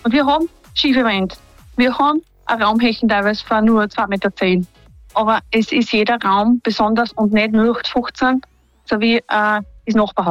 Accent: Styria, Austria; now in Salzburg, Austria; Also ich bin von der Steiermark nach Salzburg gekommen und mein Partner besitzt ein Haus und es ist 500 Jahre alt.

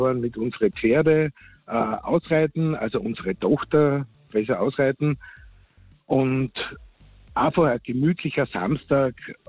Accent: Graz, Styria, Austria; accent: steirischen Einschlag; moved away as an adult; now in Lavanttal, Austria; Ja, ich bin gebürtiger Grazer.

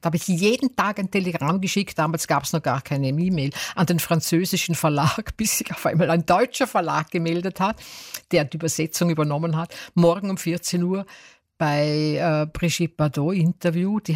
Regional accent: Austria; als Österreicherin

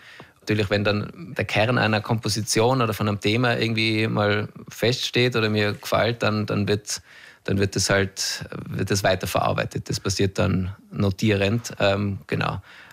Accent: Mils, Tyrol, Austria; moved away as an adult; also born or lived in Innsbruck; now in Vienna, Austria; Ich bin geboren in Innsbruck und dann in frühen Jahren nach Mils bei Hall gezogen. Dort dann aufgewachsen, also in der Haller Gegend sozusagen. War aber dann auch wieder in den ersten Studienjahre eben in Innsbruck

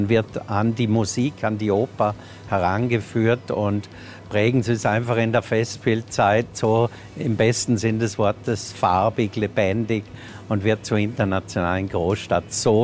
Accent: Lochau, Vorarlberg, Austria; Ich bin ja auch hier in Lochau geboren und aufgewachsen und dann zum Studium weggegangen.

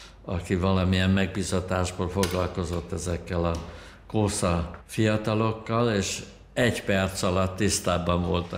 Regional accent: Budapest, Hungary; moved away as an adult; now in Austria; és én voltam az, aki mint pesti strici ottan hozzájuk csapódott

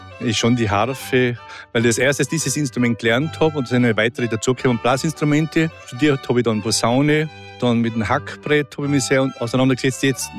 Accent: Tyrol, Austria; bei uns in Tirol

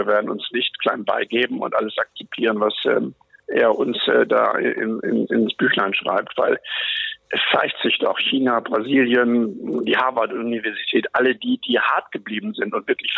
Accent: Northern Germany, Germany; ich komme aus Norddeutschland, da sind wir sturmgeprobt

